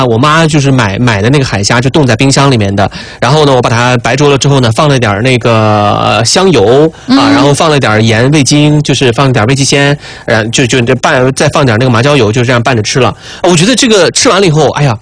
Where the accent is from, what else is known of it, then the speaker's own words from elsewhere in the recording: Xinjiang, China; 你看我是一个纯正的新疆人，从小在新疆长大，